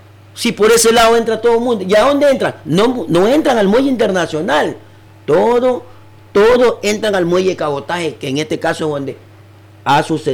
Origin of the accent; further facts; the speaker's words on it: Manabí, Ecuador; Entonces, nosotros somos de Montecristi, somos de Jaramillo y somos de Manta.